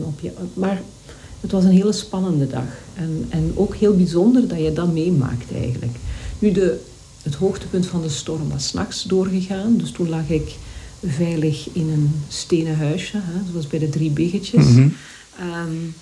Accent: Flanders, Belgium; Want ik ben een wandelaar van Vlaanderen. Veel bergen hebben wij niet.

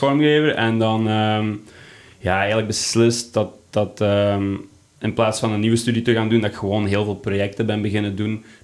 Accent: Deurne, Flanders, Belgium; Deurnedienst.

